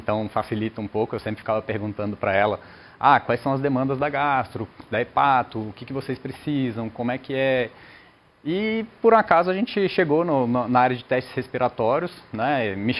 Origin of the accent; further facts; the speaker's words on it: Brasília, Federal District, Brazil; eu sou de Brasília.